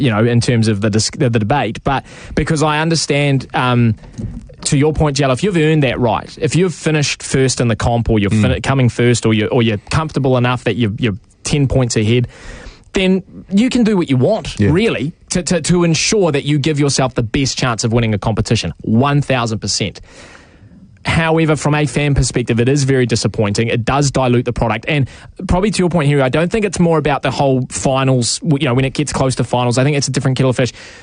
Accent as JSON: {"language": "English", "country": "New Zealand", "said": "And I always can't stand, as a Kiwi, tall poppy, the LeBron James"}